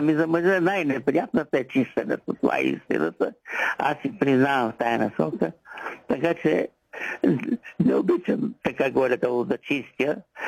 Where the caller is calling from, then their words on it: Vratsa, Vratsa Province, Bulgaria; съм от Враца.